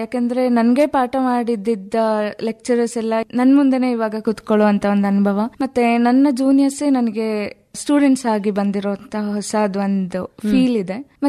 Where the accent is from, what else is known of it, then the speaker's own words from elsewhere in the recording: Karnataka, India; moved away as an adult; also born or lived in Chikkamagaluru / Davanagere; now in Hassan, India; ನಾನು ಇಲ್ಲೇ ಬೇಲೂರು ತಾಲೂಕಿನ ಒಂದು ಪುಟ್ಟ ಗ್ರಾಮ ಮಂಡಲ ಮನೆ ಅಂತ ಹೇಳಿ.